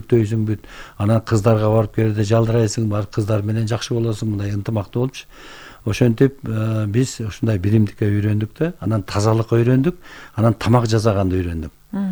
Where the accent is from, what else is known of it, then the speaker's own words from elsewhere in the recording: Bystrovka, Chuy Region, Kyrgyzstan; мен интернатта өстүм да, инилер менен эжекем болуп. Биз 6 эркек бир эжекебиз бар, 7 бир тууганбыз да. Анан атам чабан болгонго байланыштуу бизди интернатка өткөзгөн. Быстровка номер 1 гэс интернаты бар болчу.